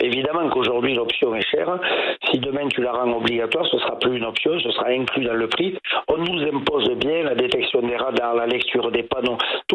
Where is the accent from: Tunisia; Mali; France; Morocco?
France; Chambon; Moi je suis de Chambon et elle est à Loudaviel dans les Pyrénées, tu vois.